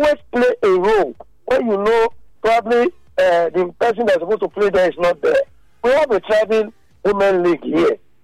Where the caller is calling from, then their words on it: Benin City, Edo, Nigeria; I'm calling from Benin.